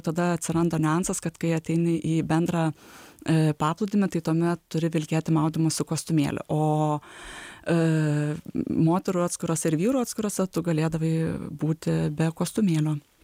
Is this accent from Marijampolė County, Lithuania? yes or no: no; Kaunas, Kaunas County, Lithuania; Dabar aš kaip kaunietė